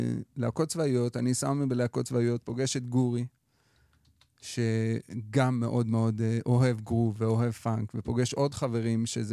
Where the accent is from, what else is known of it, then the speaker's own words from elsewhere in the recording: Ashdod, Southern District, Israel; בתור ילד בן 15 באשדוד